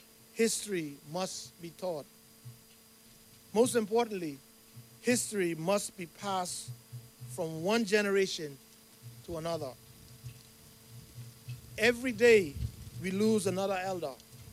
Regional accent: Cockburn Town, Turks & Caicos Islands; As a young boy growing up in Grand Turk

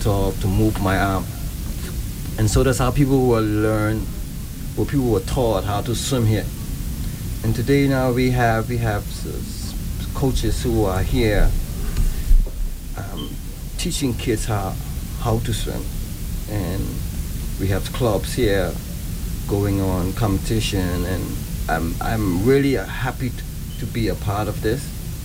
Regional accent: Providenciales, Turks & Caicos Islands; also born or lived in South Caicos; I'm from Providenciales. Went to school in South Caicos, and I learned to swim when I was about 6 to 7 years old, right there on the beach in Long Bay.

